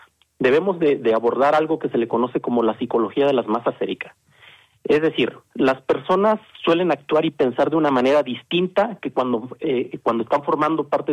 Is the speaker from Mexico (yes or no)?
yes; Mexico; todos como mexicanos esperamos que la selección mexicana le gane a Inglaterra